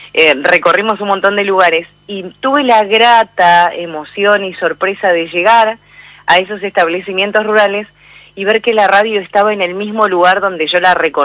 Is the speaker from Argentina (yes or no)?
yes; Trelew, Chubut, Argentina; born there; Trelew, Chubut, nací yo, mi sí.